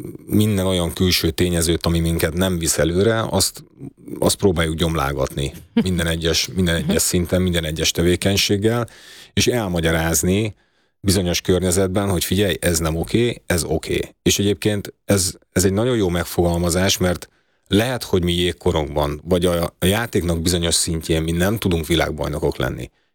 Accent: Hungary

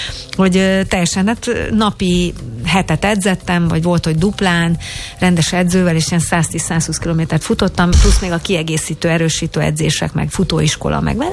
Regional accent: Subotica, Vojvodina, Serbia; born there; az én nagymamám, anyukám, anyukája nevelőszülő volt. És nem hivatásos nevelőszülő, Szabadkán, és nagyon sok gyerekkel nőttünk föl.

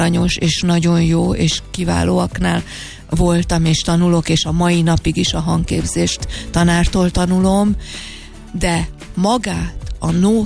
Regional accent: Hungary; én magyar vagyok.

